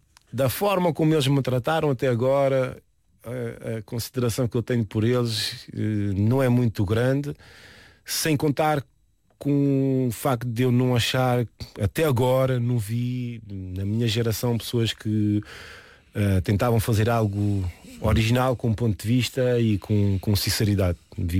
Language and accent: Portuguese; Switzerland; moved away; a cidade onde eu cresci, a cidade é uma região, ou a região com mais imigrantes por habitante. Ou seja, o que eu carrego em mim da Suíça é o multiculturalismo. Eu cresci e mudei muitas vezes de escola, tive sempre em turmas de 20, 25 alunos com umas 15 nacionalidades diferentes.